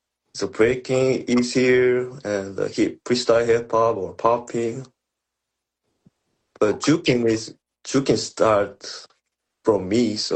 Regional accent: Busan, South Korea; I'm from Korea, and I live in Busan in Korea. Yeah, just, yeah.

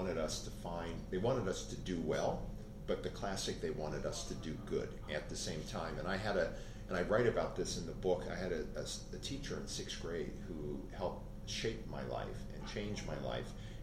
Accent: New Jersey, United States; born there; also born or lived in Philadelphia, Pennsylvania; Yeah, so we grew up originally in Philadelphia and then grew up in South Jersey. And at the time, back in the day, we struggled a little bit because we integrated a neighborhood. And so we went from an all-black community in Philadelphia to an all-white community

